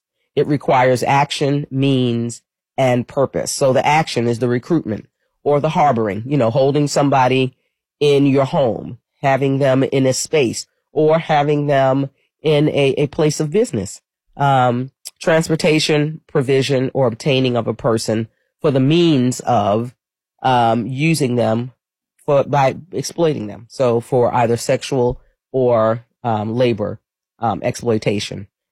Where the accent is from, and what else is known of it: New York City, New York, United States; born or raised there; moved away as an adult; now in Philadelphia, United States